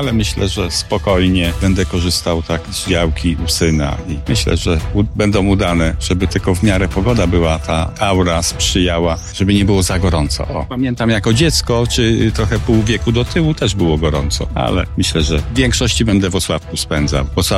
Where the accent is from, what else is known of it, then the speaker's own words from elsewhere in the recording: Włocławek, Kuyavian-Pomeranian Voivodeship, Poland; Chociaż urodziłem się w tym miejscu i moje życie związane jest z Włocławkiem. Bardzo fajne miasto.